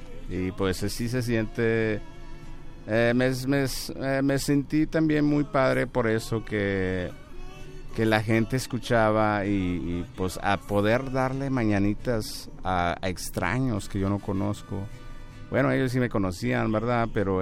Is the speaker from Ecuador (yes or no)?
no; Coahuila, Mexico; yo daba las mañanitas con mis amigos cuando era pequeño allá en Ejido Morelos